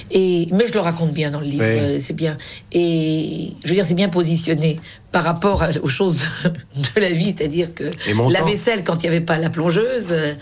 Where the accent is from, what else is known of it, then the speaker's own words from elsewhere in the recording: Paris, Île-de-France, France; Je venais de Belleville, du café de mon père.